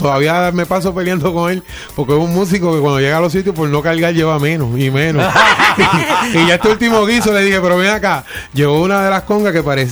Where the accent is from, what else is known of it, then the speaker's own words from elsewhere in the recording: Villalba, Puerto Rico; Yo digo fielmente que soy de Villalba. Óyeme bien, Villalba, Puerto Rico. No toco hace 25 años en Villalba, pero soy de Villalba, Puerto Rico.